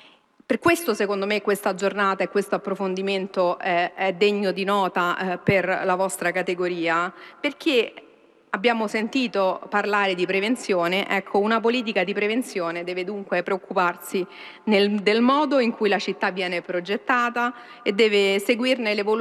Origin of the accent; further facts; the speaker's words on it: Rome, Lazio, Italy; ma sono romana